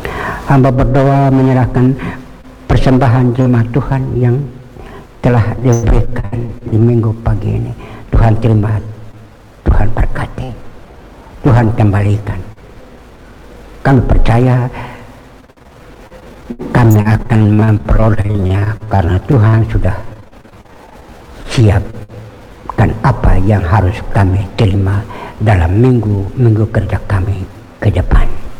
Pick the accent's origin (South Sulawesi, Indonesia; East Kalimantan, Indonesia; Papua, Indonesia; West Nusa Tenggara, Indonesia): Papua, Indonesia; Jangan biarkan dan binasakan kami orang Papua.